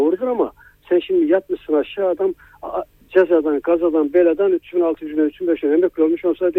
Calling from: Trabzon, Turkey; Trabzonlu olarak ben şunu söylüyorum.

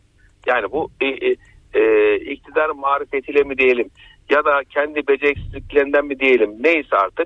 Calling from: Ankara, Turkey

